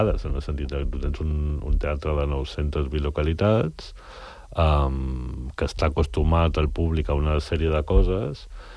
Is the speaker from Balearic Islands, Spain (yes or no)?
yes; Balearic Islands, Spain; now in Barcelona, Spain; tenint en compte que jo visc a Barcelona, som mallorquí